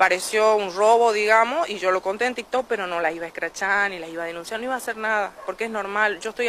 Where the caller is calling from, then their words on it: Las Heras, Argentina; Estoy viviendo ahí en Las Heras.